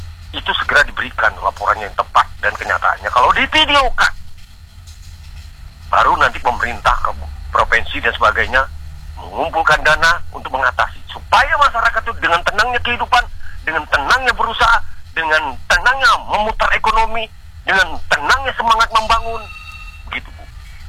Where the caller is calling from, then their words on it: Samarinda, East Kalimantan, Indonesia; Saya tinggal di kota Samarinda, di kotanya. Daerah saya kebetulan daerah rawan banjir.